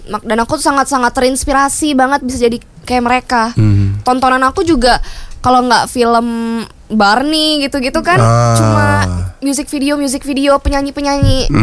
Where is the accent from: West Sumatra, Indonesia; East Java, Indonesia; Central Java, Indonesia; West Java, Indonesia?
West Java, Indonesia; Depok; born there; now in Bali, Indonesia; Tapi aku tuh baru pindah ke Bali itu tahun 2020. Aku lahir tuh di Depok.